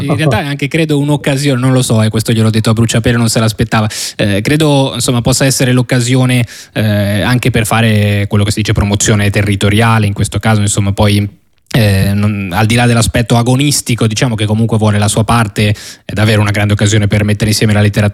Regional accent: Genoa, Liguria, Italy

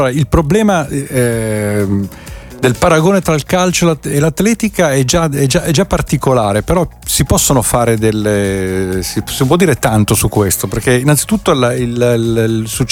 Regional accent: Caravaggio, Lombardy, Italy; dalle mie parti a Caravaggio

